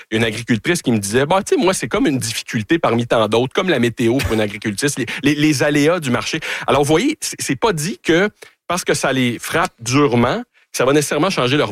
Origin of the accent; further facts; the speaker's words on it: Canada; Ben, c'est drôle, mais quand on dit qu'on est Canadien